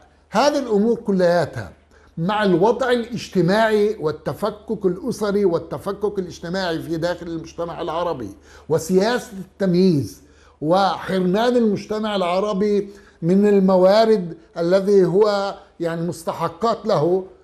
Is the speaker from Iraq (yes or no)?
no; Israel; كفلسطينيين في داخل إسرائيل